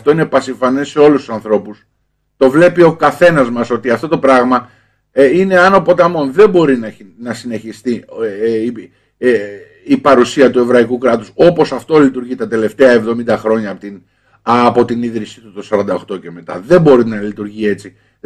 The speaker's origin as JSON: {"language": "Greek", "country": "Greece"}